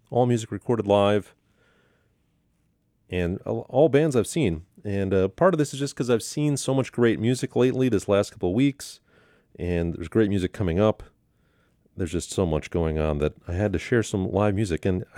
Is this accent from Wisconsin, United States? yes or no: yes; Milwaukee, Wisconsin, United States; now in Marquette, United States; I grew up in the Milwaukee area